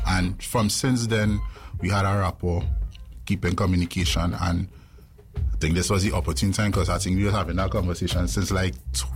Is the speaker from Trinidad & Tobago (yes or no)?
yes; Tobago, Trinidad & Tobago; We grew up together in Tobago, right?